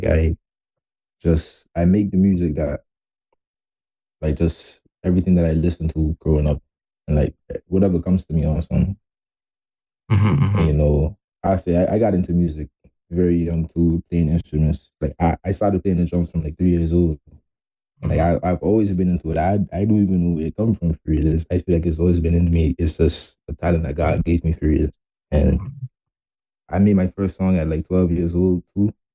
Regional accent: North Caicos, Turks & Caicos Islands; I grew up in North Caicos, right?

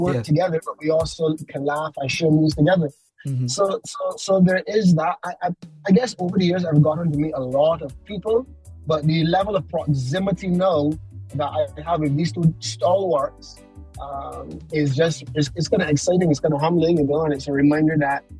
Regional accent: Trinidad & Tobago; from Trinidad and Tobago

